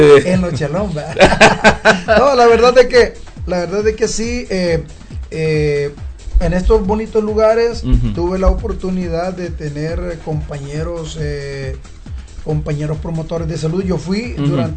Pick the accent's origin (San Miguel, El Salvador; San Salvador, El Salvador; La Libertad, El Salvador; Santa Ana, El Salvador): La Libertad, El Salvador; Ciudad Arce; born there; Yo soy de Ciudad Arce.